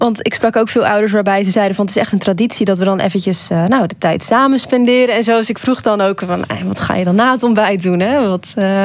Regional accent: Netherlands; now in Belgium; dat is voor mij als Nederlander toch alweer iets bijzonders. Want zo'n collectief moment op 1 september, dat kennen wij niet in Nederland.

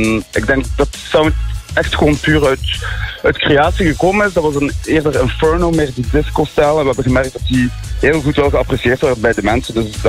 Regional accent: Houthalen, Flanders, Belgium; We zijn eigenlijk allemaal afkomstig van Houthalen en kennen elkaar wel via vrienden, school, Giro, hier en daar.

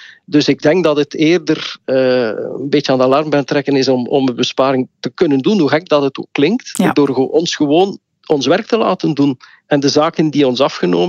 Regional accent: Belgium; Je moet ook weten dat na de overstromingen in de Ardennen dat het crisisbeleid in ons land een beetje hertekend is.

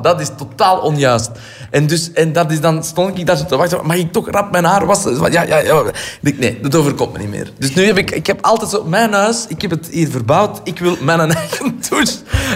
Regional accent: Antwerp, Flanders, Belgium; Hier in Antwerpen, we hebben de mooiste toren van alle torens in de wereld. Die zal altijd roepen naar mij. Altijd. Dus dat kan ik me moeilijk inbeelden dat die stad... Dat ik die ooit echt helemaal zou verlaten.

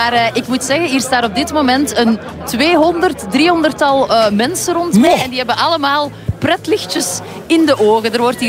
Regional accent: Dendermonde, East Flanders, Belgium; Ja, ik ben zelf van Dendermonde, dus ik heb geen flauw idee.

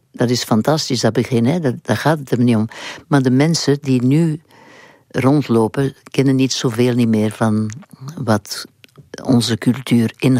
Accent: Flanders, Belgium; moved away as an adult; also born or lived in Netherlands

